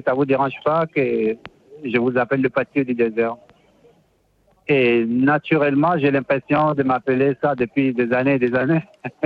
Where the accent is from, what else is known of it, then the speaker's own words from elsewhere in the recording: Algeria; moved away as an adult; now in Montpellier, France; Et puis, quand j'ai quitté l'Algérie, je suis venu en France et je me suis retrouvé à Montpellier.